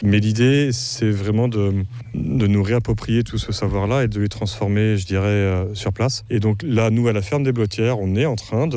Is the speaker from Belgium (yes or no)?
no; Pays de la Loire, France; chez nous, en Vendée, dans les Mauges